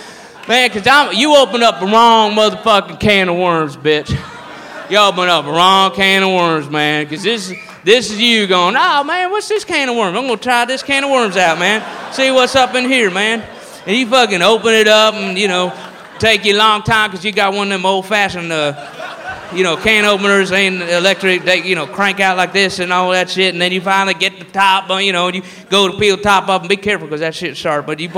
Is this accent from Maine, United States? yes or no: no; El Paso, Texas, United States; from El Paso, Texas. Born and raised. Yeah, what do you... what do you mean my accent's funny to you? I don't know what you're saying. What are you talking about? El Paso, I never left here, you know.